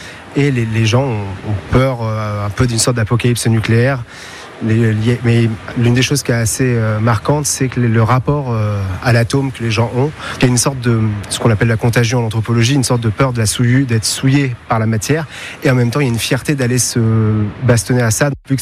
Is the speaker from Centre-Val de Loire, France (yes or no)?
yes; Tours, Centre-Val de Loire, France; je suis de Tours